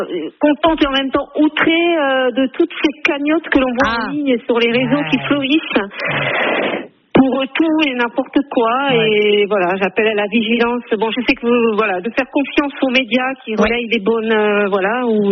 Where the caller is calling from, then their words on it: Nouvelle-Aquitaine, France; de la Motte-Landiron en Gironde.